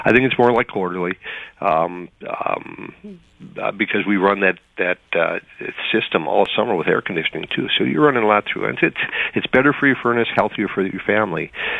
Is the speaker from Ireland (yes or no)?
no; Minnesota, United States; growing up in Minnesota